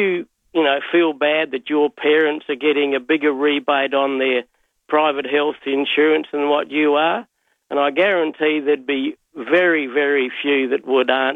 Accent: Berri, South Australia, Australia; I grew up in Berry, and we had the Murray Line drive-in up there.

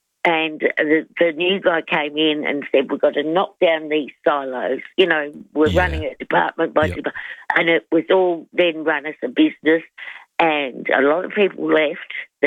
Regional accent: Adelaide, South Australia, Australia; even though I'm from Adelaide, as you know, I've travelled around, mm-hmm. and as it was, I met my daughter's father in Queensland

